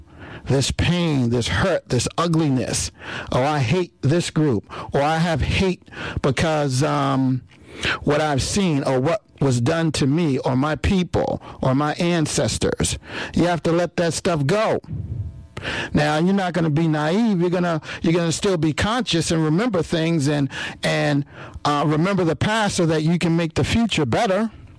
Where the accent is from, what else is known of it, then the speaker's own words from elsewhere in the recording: United States; I'm African American, and my people were enslaved.